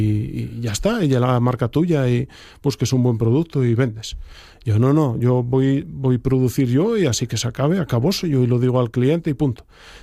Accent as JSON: {"language": "Spanish", "town": "Oviedo", "region": "Asturias", "country": "Spain", "tie": "born or raised there", "said": "Y yo nací en Uvieu y críeme en Uvieu y pasé toda la vida en Uvieu hasta los 27 o 28."}